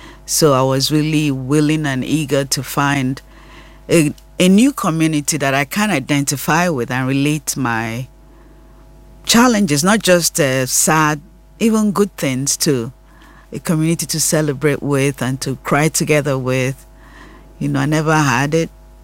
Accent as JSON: {"language": "English", "country": "Nigeria", "tie": "born or raised there", "moved": "as an adult", "lives_now": "United States and Nigeria", "said": "Yes, I grew up in Nigeria until about 30 years old."}